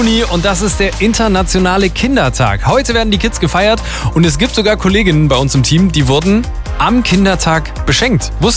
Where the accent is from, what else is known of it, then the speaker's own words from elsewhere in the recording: East Germany, Germany; born there; ich bin auch in Ostdeutschland geboren